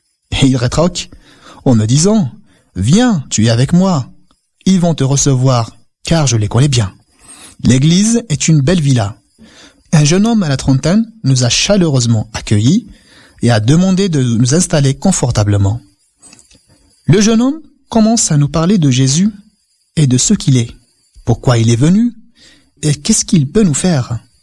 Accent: Kabylie, Algeria; moved away as an adult; now in France; J'ai suivi toutes mes classes élémentaires et secondaires dans ma région de naissance. Une année blanche s'en suivit, juste après, pour cause du boycott des écoles et des universités dans toute la Kabylie, pour réclamer la reconnaissance et l'enseignement du berbère en Algérie.

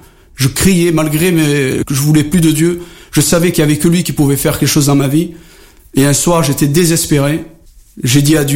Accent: Algeria; depuis que j'ai donné ma vie à Jésus-Christ, je suis toujours un arabe, j'aime toujours mes compatriotes, et que je suis algérien, et que je le resterai jusqu'à la fin de mes jours, et j'en suis fier.

